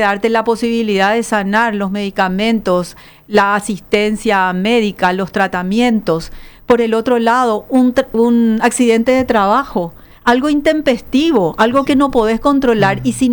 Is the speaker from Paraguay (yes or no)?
yes; Paraguay